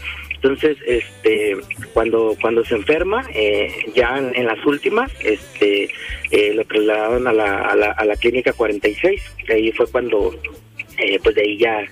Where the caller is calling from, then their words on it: Tonalá, Jalisco, Mexico; De aquí de Tonalá.